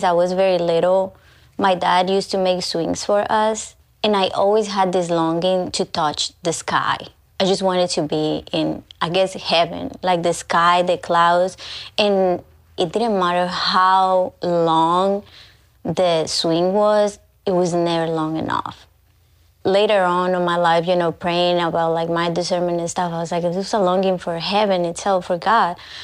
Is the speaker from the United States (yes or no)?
no; Colombia; moved away; I am from Colombia, and my dad is a coffee farmer. You know, I grew up in the middle of a mountain